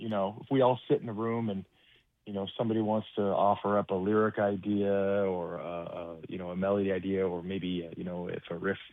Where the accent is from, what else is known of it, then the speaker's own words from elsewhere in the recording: Burlington, Ontario, Canada; Well, I am in my hometown of Burlington, Ontario, getting ready to go on the road across Canada.